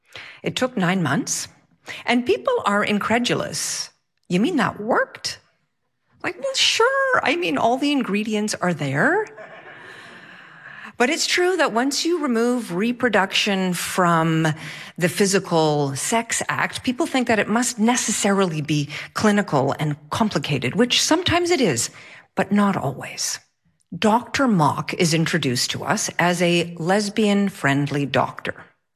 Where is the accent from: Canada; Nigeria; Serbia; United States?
Canada; Quebec; born there; I was born just outside of Montreal.